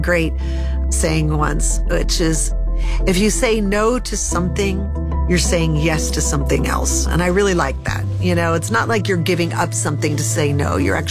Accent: Los Angeles, California, United States; I grew up in the Hollywood Hills.

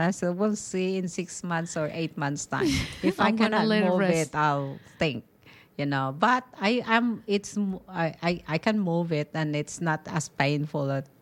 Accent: Philippines; So to me as a Filipino and as a woman

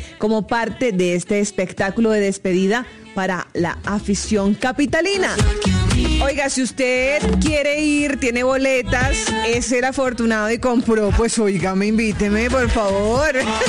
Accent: Colombia; Somos colombianos, gente pujante, gente chapalante.

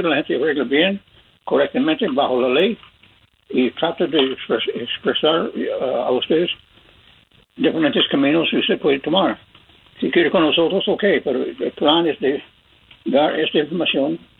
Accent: United States; born there; Spanish is a second language; Yo soy un americano, un gringo boy que nací aquí en los Estados Unidos

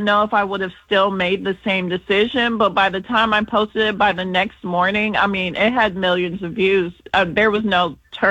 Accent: Atlanta, Georgia, United States; now in Houston, United States; Just figuring out life in Houston, because I'm actually from Atlanta, Georgia.

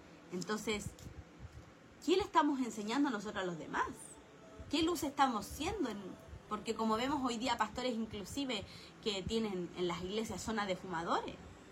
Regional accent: Chile; now in Monterrey, Mexico; no, yo soy chilena, pero vivo aquí en México. Y yo ya pienso que hablo como regia, pero no hablo como regia todavía. Entonces dice, que nuestra manera de hablar nos delata, ¿verdad?

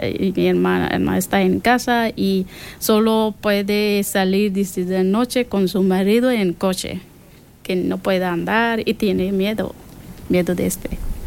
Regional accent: Afghanistan; born or raised there; Spanish is a second language; moved away as an adult; now in Pamplona, Spain

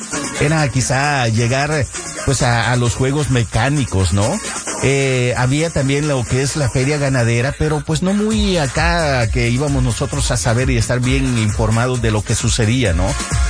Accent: Santa Ana, El Salvador; now in United States; allá en mi tierra natal, Santa Ana de mis amores, la ciudad heroica

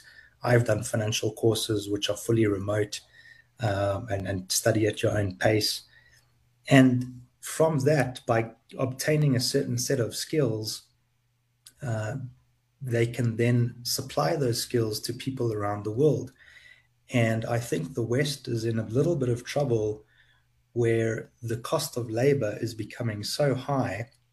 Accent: South Africa; I told them I was from South Africa

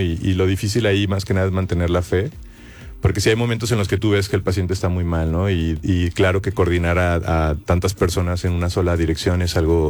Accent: Guadalajara, Jalisco, Mexico; De Guadalajara y de otros lados también hay.

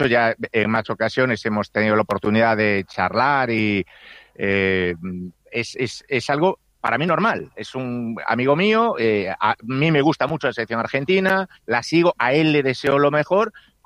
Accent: Spain; Yo como español

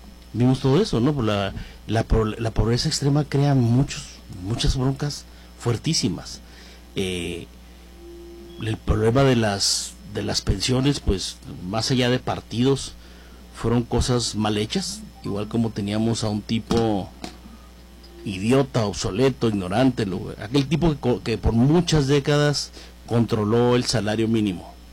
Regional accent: Mexico

